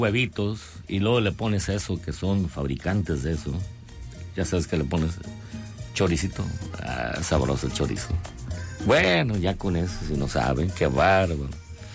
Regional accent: Colima, Mexico

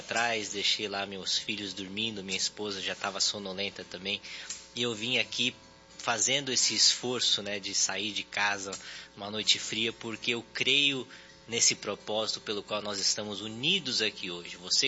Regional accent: Curitiba, Paraná, Brazil; born there; Quem não sabe, eu nasci em Curitiba e, né, vivi pouco tempo lá

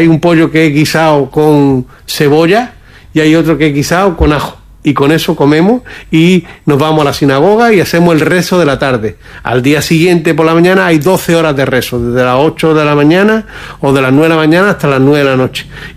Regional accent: Melilla, Spain; Nosotros, vale, en Melilla, como venimos de la expulsión de España de 1492, de haber convivido con la población bereber en el norte de África

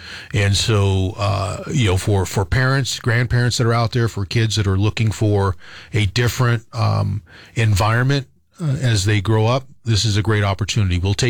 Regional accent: Dexter, New Mexico, United States; I grew up in Dexter, New Mexico, which is in southeast New Mexico.

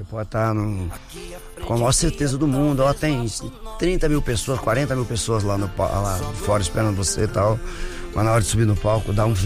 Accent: Brazil; a gente é brasileiro

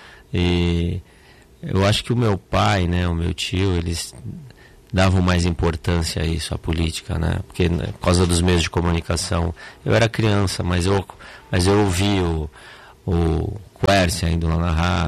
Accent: Santos, São Paulo, Brazil; Eu sou da cidade de Santos, nascido e crescido. Minha mulher, a gente mora em Santos.

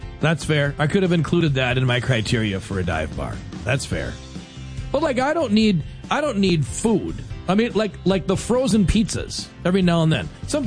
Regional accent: Minnesota, United States; growing up around the Detroit Lakes area

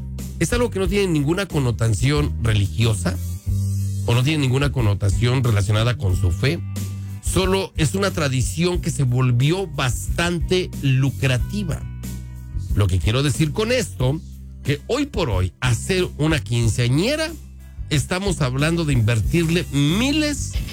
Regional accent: Mexico; Oficialmente, para algunos países de Centroamérica y nosotros como mexicanos, uno es considerado adulto a partir de los 18 años

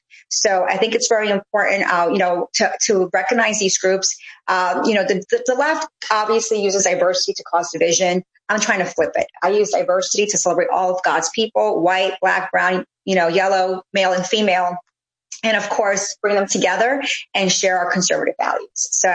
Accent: New York City, New York, United States; also born or lived in Florida; I'm originally from New York City. I went to college in Florida. Post-college, I moved back to New York

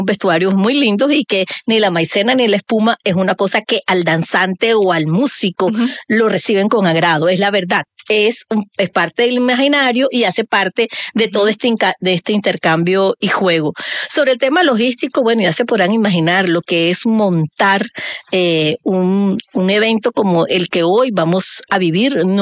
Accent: Barranquilla, Atlántico, Colombia; los barranquilleros nos damos el lujo de nacer en cualquier lugar del mundo

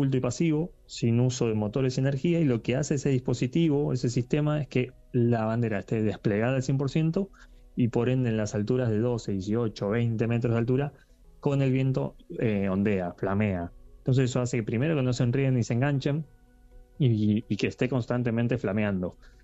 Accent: Quilmes, Buenos Aires Province, Argentina; now in Wilde, Argentina; No, yo soy de Buenos Aires. Yo nací en la ciudad de Quilmes. Bueno, vivo actualmente en Wilde, en Avellaneda, la zona sur de la provincia de Buenos Aires.

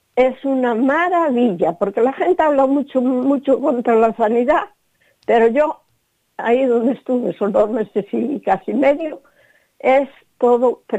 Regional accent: Pontevedra, Galicia, Spain; Soy de aquí de Pontevedra, ¿sí? Justo pasado.

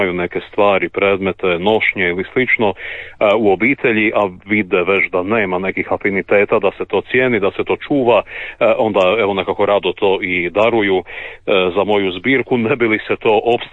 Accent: Vugrovec, City of Zagreb, Croatia; also born or lived in Varaždin; rođen sam u Varaždinu, moja obitelj, otac moj iz okolice Banca, evo sve druge godine živim u Vugrovcu, pa me nekako život malo više i srcem vezao za ovaj prigorski kraj. Tu sam evo odrastao, stasao, završio fakultet

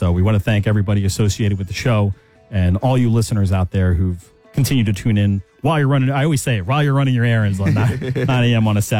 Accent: Easton, Pennsylvania, United States; also born or lived in State College; I grew up in Easton and, you know, lived in State College. I've only ever lived in Pennsylvania, but I've lived in State College for 3 years in college.

